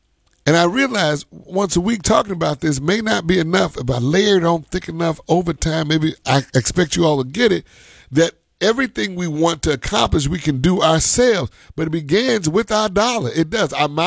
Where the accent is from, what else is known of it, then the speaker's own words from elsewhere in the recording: United States; Well, listen, I'm an American. And for a long time, I was a consumer.